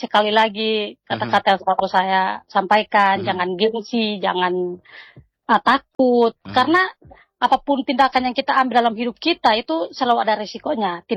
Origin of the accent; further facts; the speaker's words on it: Jakarta, Indonesia; Benar juga, kita nih asli Betawi tapi kita tidak punya kebun.